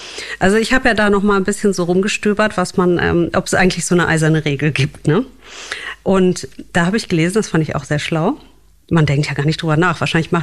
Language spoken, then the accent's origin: German; Wuppertal, North Rhine-Westphalia, Germany; Also dieses Einweichen, bis es sauber ist, ne, das nannte man in meiner Heimat Wuppertal Reinweichen.